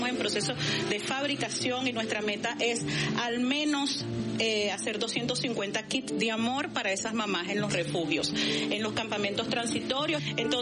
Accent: Venezuela

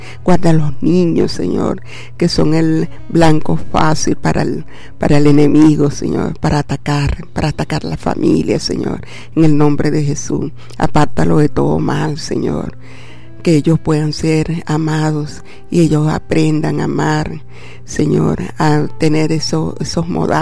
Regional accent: Venezuela; como venezolano, actuamos de mala manera ante un tropiezo

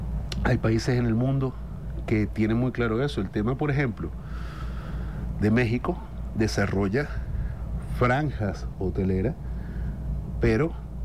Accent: Venezuela

